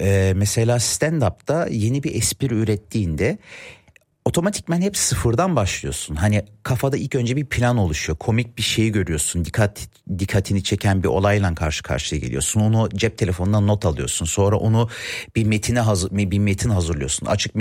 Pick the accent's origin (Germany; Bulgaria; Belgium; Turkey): Germany; Annemi Almanya'ya getiriyor. 1970'te evleniyorlar. 71'de annem geliyor. 87'li ben doğumluyum. İki tane büyük abim var. Biri benden 14 yaş büyük. Biri 10 yaş büyük. Yani ben açıkçası pek planda yoktum. Ama aileye güzel bir neşe getirdiğimi düşünüyorum. Burada okula gittim.